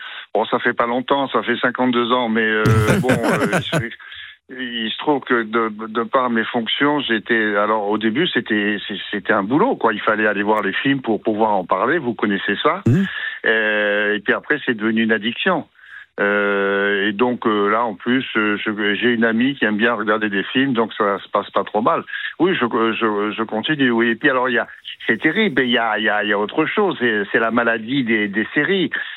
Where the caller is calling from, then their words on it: Normandy, France; je suis remonté chez moi en Normandie